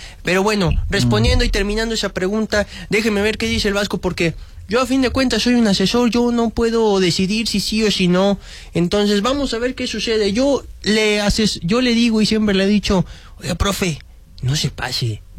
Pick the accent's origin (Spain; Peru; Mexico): Mexico; cómo somos los mexicanos